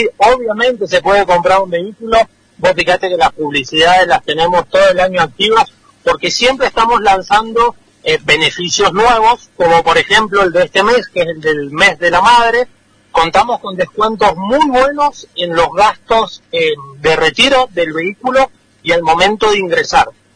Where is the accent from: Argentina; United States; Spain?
Argentina; Malargüe, Mendoza; yo soy de acá de Malargüe